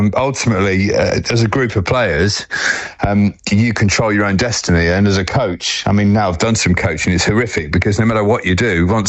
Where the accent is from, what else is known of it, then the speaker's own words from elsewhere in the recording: England, United Kingdom; As English, we're brilliant at doing that. We put people on pedestals, then absolutely hack them down.